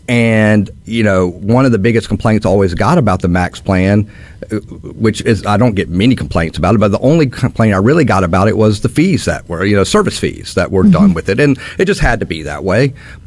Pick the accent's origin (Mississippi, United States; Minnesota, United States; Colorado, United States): Mississippi, United States; the number one thing that everybody said when I said I was from Mississippi was, I can't believe y'all's education has popped up as well as it has